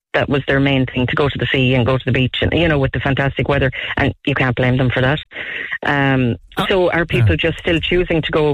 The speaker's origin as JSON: {"language": "English", "region": "County Clare", "country": "Ireland", "tie": "born or raised there", "said": "growing up in the East Clare North Tip region, we always kind of felt like the forgotten cousin in years gone"}